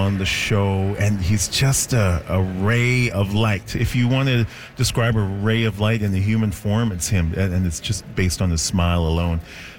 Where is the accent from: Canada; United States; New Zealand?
Canada; So it's cool that being a Canadian artist is coming into form these days.